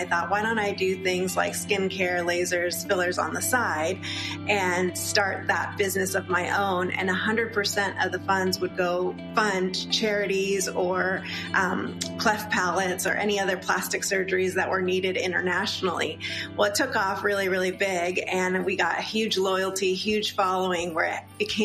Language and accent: English; San Diego, California, United States; born or raised there